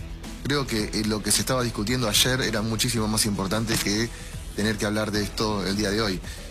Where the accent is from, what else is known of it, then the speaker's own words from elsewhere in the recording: Río Gallegos, Santa Cruz, Argentina; A mí me toca muy de cerca porque vengo de la provincia de Santa Cruz, vivo en Río Gallegos.